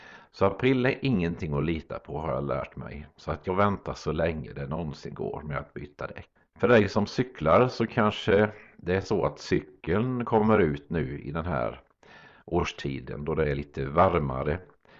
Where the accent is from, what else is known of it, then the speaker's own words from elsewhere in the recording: Forserum, Jönköping County, Sweden; Och hemma hos oss där jag växte upp, där var det brukligt att man första maj tog fram alla som spelade blåsinstrument och så marscherade vi runt i samhället, Forserum, där jag kommer ifrån.